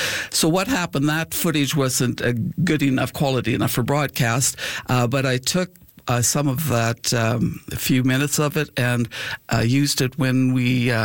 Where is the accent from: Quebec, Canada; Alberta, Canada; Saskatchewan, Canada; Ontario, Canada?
Saskatchewan, Canada; Rose Valley; born or raised there